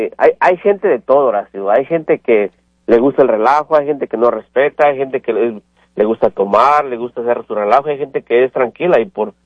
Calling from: Mexico; yo soy mexicano.

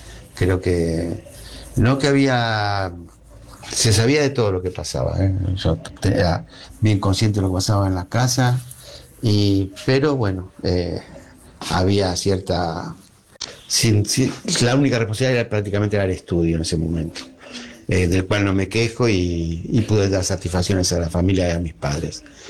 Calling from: Argentina; de San Cristóbal.

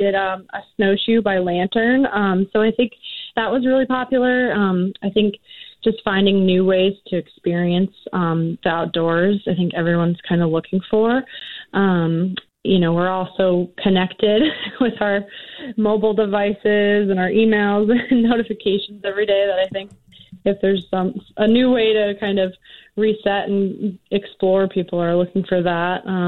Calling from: Rangeley, Maine, United States

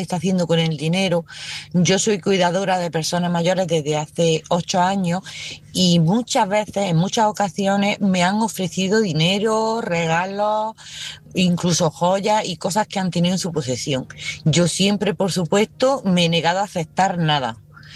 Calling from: Granada, Andalusia, Spain; de Granada.

